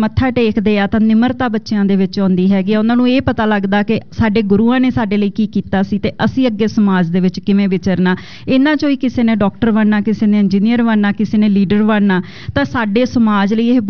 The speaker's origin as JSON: {"language": "Punjabi", "region": "Punjab", "country": "India", "moved": "yes", "lives_now": "Canada", "said": "ਅਤੇ ਸਾਡੇ ਲਈ ਬੜੀ ਮਾਣ ਵਾਲੀ ਗੱਲ ਹੈਗੀ ਆ ਕਿ ਅਸੀਂ ਕੈਨੇਡਾ ਦੇ ਵਿੱਚ ਆਏ ਹਾਂ ਪੰਜਾਬ ਤੋਂ, ਅਤੇ ਅੱਜ ਸਾਡਾ ਇੱਥੇ ਵੀ ਇੱਕ ਮਿੰਨੀ ਪੰਜਾਬ ਜਿਵੇਂ ਆਪਾਂ ਕਹਿੰਦੇ ਹਾਂ ਵਸਾਇਆ।"}